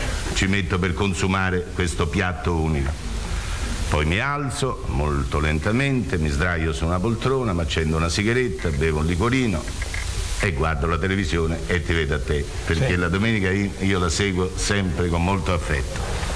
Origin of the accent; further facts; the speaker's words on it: Rome, Lazio, Italy; Sì, io sono romano e la domenica io compio un'azione che non mi permette più di muovermi.